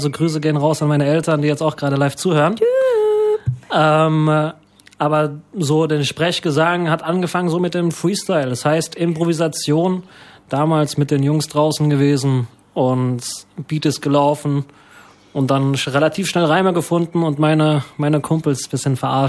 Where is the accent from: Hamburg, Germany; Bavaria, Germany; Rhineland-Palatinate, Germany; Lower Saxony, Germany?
Rhineland-Palatinate, Germany; Ludwigshafen; Genau, also ich komme aus Ludwigshafen